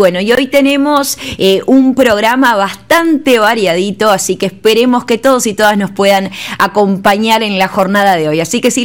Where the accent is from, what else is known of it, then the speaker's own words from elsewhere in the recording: Uruguay; moved away as an adult; now in Caracas, Venezuela; Yo soy uruguaya, pero ya estoy viviendo hace un gran tiempo acá en Venezuela, en su capital, Caracas. Ya ahora, el 4 de septiembre, cumplo 2 años en la queridísima Venezuela.